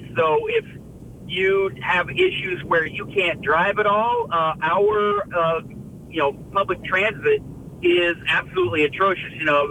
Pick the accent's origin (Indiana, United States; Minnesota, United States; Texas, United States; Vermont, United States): Texas, United States; Houston; So I'm from Houston, and Houston has a ton of toll roads.